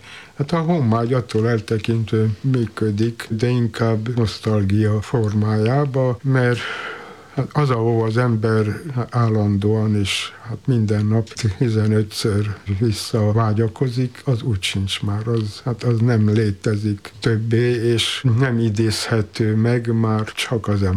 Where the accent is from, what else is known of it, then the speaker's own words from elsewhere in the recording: Transylvania, Romania; moved away as an adult; now in Hungary; Én 45 éves koromig Erdélyben éltem. Én akárhova kerülhetek, én most már erdélyi vagyok. Ez nem jelent semmiféle különleges identitást. Ez egyszerűen a szülőföld meghatározó ereje